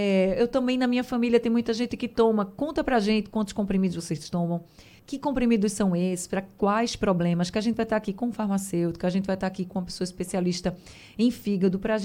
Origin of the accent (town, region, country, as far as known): Recife, Pernambuco, Brazil; born or raised there